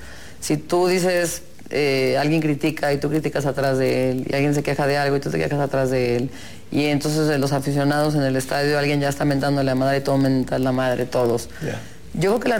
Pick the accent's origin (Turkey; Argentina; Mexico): Mexico; Soy muy orgullosa, ¿no? De los colores, de la bandera, de nuestro país.